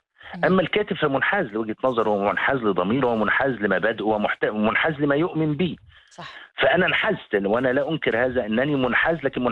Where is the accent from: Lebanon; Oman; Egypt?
Egypt; also born or lived in Morocco; انا ابن مصر وابن المغرب، اعرف شعب مصر، انا ابن شعب مصر، وابن شعب المغرب بحكم العيش والملح، واني عشت مع مكونات المجتمع المغربي بين ريافه وجبالة وسواسة